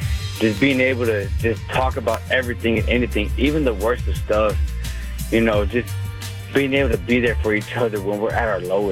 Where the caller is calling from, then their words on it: San Antonio, Texas, United States; I'm coming from San Antonio, Texas.